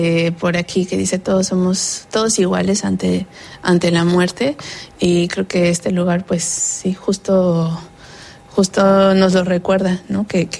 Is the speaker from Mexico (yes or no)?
yes; Mexico; Soy mexicana, entonces pues todo eso como que sí le encuentro mucho sentido